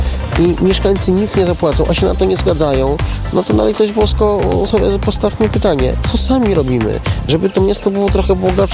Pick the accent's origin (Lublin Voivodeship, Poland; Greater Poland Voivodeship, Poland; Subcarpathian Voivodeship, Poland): Lublin Voivodeship, Poland; Kraśnik; Ja sam jestem kraśniczaninem przecież, urodzony i wychowany na Fabrycznym.